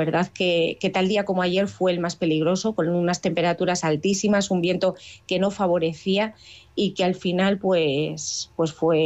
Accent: Villar de Plasencia, Extremadura, Spain; soy de Villar de Plasencia

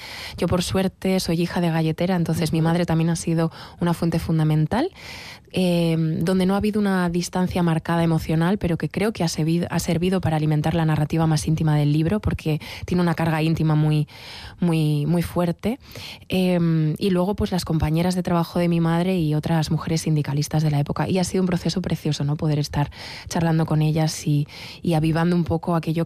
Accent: Aguilar de Campoo, Castile and León, Spain; acercarme a mi pueblo

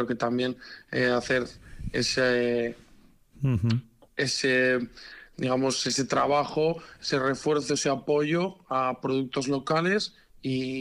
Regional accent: Galicia, Spain; Yo soy gallego.

